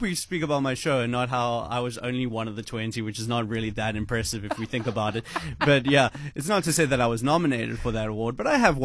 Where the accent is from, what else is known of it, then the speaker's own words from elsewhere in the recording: George, Western Cape, South Africa; moved away as an adult; growing up in George. That's where I'm from. That's where I spent my first 18 years.